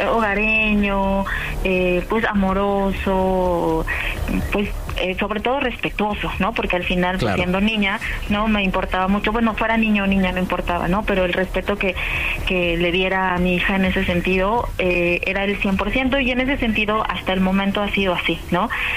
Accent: Mexico City, Mexico; Soy de la Ciudad de México, te llamo de aquí de la Alcaldía Benito Juárez y tengo 42 años.

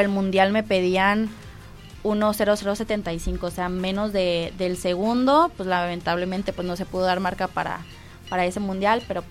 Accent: Mexico; O sea, pues tuve que salir aquí de México, la verdad fue mi primera vez viajando hasta otro país

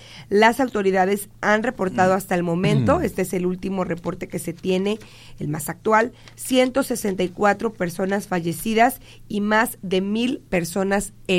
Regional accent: Mexico; en México tenemos un excelente equipo de rescate

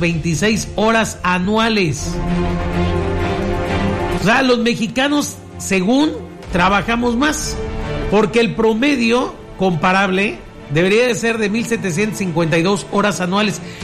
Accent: Mexico; fíjese que como mexicanos siempre nos quejamos de que las cosas están mal hechas

